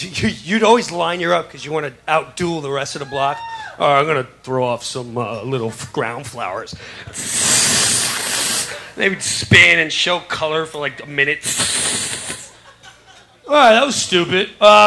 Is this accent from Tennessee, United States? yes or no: no; Long Island, New York, United States; where I grew up in Long Island, it was already awesome because you had to know someone to get fireworks.